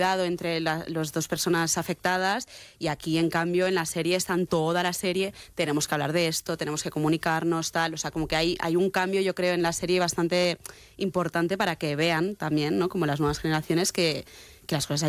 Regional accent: Barcelona, Catalonia, Spain; que soy de Barcelona, entonces la cosa del mar, de estar morenita

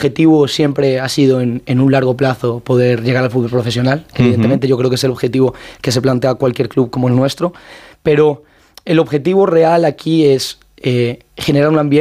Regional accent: Colombia; Yo jugaba al fútbol de pequeño, yo vivía en Colombia y yo jugaba en una cantera en Colombia

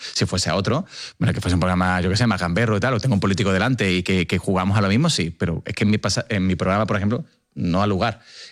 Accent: Seville, Andalusia, Spain; todo el mundo sabe que yo soy de Sevilla y soy de una ciudad que se vive con mucha pasión.

